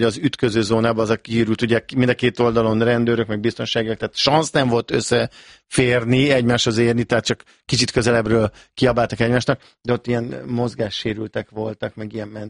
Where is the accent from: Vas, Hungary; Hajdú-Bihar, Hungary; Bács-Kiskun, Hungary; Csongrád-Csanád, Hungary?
Csongrád-Csanád, Hungary; Szeged; Hát én ugye szegedi vagyok